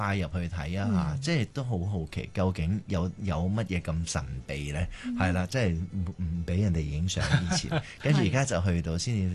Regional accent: Ipoh, Perak, Malaysia; 係啊係啊，我喺怡保長大。

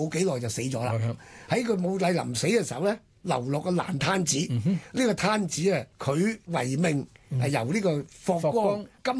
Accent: Guangdong, China; 咁呢個字咧，我哋廣東人都成日講嘅

